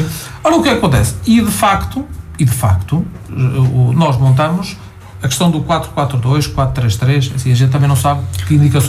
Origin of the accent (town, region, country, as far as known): Portugal